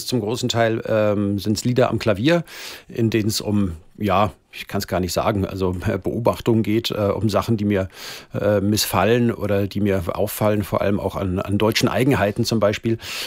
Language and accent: German; Frankfurt, Hesse, Germany; accent: Frankfurt dialect; meine Eltern sind beide in Frankfurt aufgewachsen, aber beide keine gebürtigen Frankfurter. Aber wir haben ihn gekonnt, unsere Lehrer haben so gesprochen, wir haben es auf der Straße gehört und so.